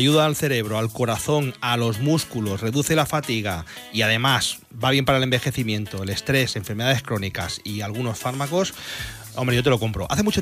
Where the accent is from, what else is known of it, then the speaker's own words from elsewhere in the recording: Ceuta, Spain; Esto de mi tierra, que yo soy de Ceuta